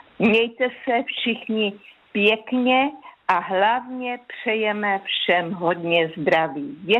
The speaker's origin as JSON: {"language": "Czech", "town": "Jindřichův Hradec", "region": "South Bohemian Region", "country": "Czechia", "said": "Ano, já pocházím z jižních Čech, z Jindřichova Hradce."}